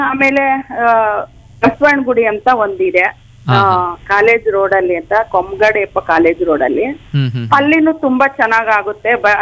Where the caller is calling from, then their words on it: Doddaballapura, Karnataka, India; ನಾವು ದೊಡ್ಡಬಳ್ಳಾಪುರದಿಂದ